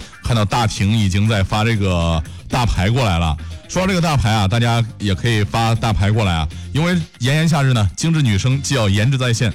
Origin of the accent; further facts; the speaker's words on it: Henan, China; now in Zhengzhou, China; 在我们这个豫东地区呢